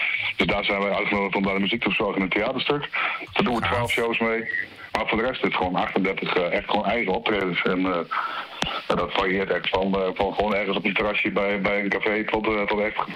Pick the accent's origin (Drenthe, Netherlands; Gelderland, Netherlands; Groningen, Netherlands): Drenthe, Netherlands; Rolde; now in Assen, Netherlands; Mijn Drentse roots gaan eigenlijk wel heel ver. Want ik ben in Assen geboren en in Rolde getogen, zeg ik altijd. Ik was eigenwijs dat ik in het ziekenhuis geboren moest worden. maar vervolgens jarenlang in Rolde gewoond. En dan tegenwoordig ook alweer jarenlang in Assen.